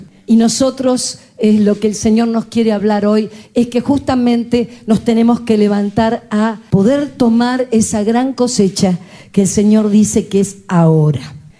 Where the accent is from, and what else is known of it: Argentina